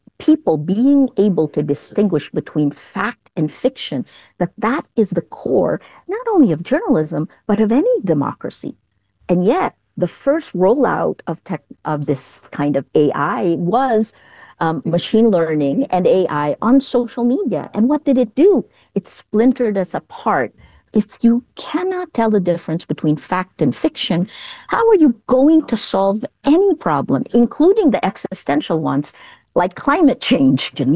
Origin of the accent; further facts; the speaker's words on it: Philippines; English is a second language; This is me, right? Because I come from the Philippines.